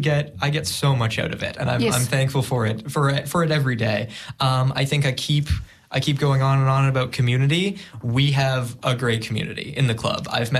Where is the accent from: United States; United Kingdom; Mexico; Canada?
Canada; now in New Zealand; Being Canadian